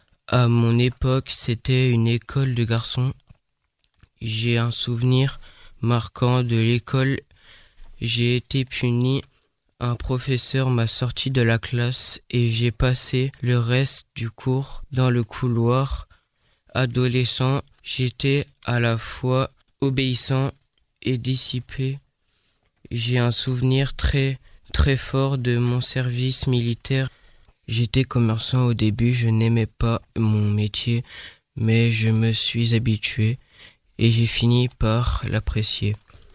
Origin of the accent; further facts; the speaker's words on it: Hauts-de-France, France; born there; j'ai 98 ans. Je suis née dans le Pas-de-Calais.